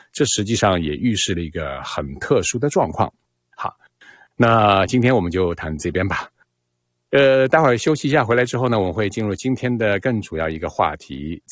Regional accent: Canada; 所以作为加拿大人来讲，我们加拿大央行行长在昨天公开讲了这么一段话

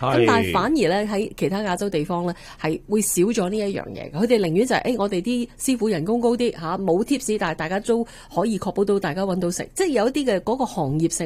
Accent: Canada; 美國人亦都相對地比我哋加拿大人大方啲

